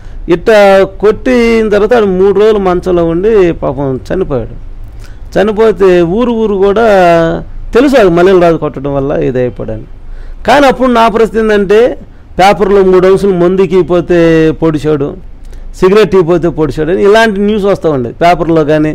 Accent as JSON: {"language": "Telugu", "region": "Andhra Pradesh", "country": "India", "tie": "born or raised there", "said": "పొన్నూరు నుంచి 2 కిలోమీటర్లు నాలుగు, మా ఊరు రెడ్డిపురాలు"}